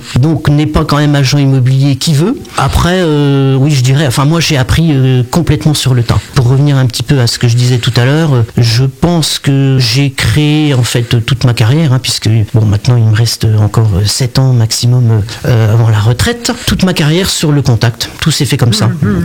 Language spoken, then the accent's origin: French; Corbigny, Bourgogne-Franche-Comté, France; Je suis originaire de Corbigny à la base